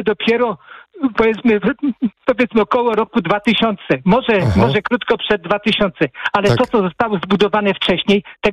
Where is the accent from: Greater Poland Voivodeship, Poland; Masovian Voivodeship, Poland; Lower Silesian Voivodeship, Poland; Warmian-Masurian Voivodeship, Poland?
Masovian Voivodeship, Poland; Płock; Ja jestem z Płocka, znam tutejszy przemysł, znaczy rafinerię petrochemię bardzo dobrze